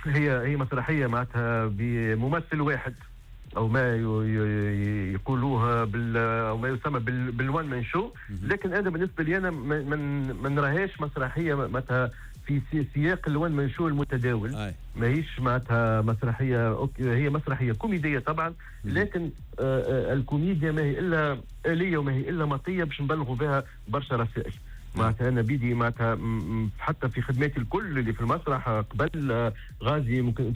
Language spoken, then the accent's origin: Arabic; Tunisia; نقولوا شنو هي المشاكل اللي عندنا في تونس وكيفاش نصلحوها